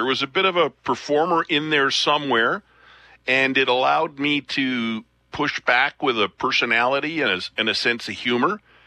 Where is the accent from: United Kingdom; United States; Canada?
Canada; Picture Butte, Alberta; also born or lived in Lethbridge; But Picture Butte is where I was born in Lethbridge, grew up, raised in Picture Butte. First 5 or 6 years of my life, I was on a sugar beet farm.